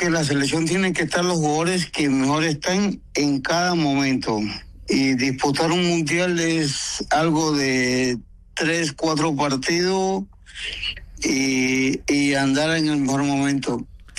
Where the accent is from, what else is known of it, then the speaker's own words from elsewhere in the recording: Colombia; yo como colombiano